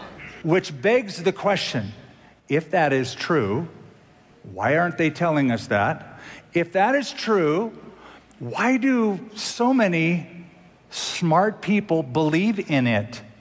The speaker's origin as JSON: {"language": "English", "region": "California", "country": "United States", "tie": "born or raised there", "said": "I grew up in California public schools being taught evolution."}